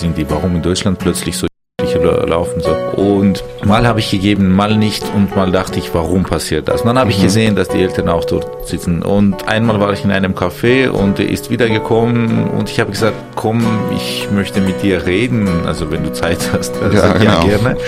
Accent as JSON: {"language": "German", "country": "Armenia", "moved": "yes", "said": "woher kommst du? Armenien"}